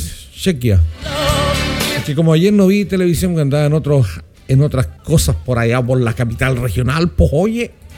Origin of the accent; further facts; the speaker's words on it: Chile; que soy chileno.